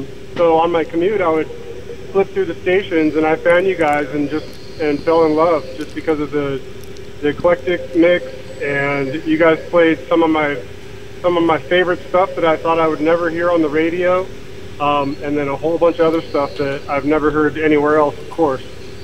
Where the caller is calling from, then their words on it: San Francisco, California, United States; I'm calling from San Francisco. I'm crawling through traffic, so I figured I might as well give you guys a call. I live in Oakland, so I'm on my way home.